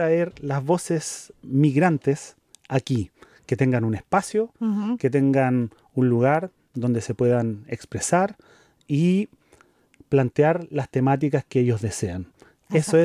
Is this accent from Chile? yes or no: yes; Chile; moved away as an adult; now in Tübingen, Germany; Yo vengo de Chile. Y también llegué a este lugar hace cerca de 9 años atrás.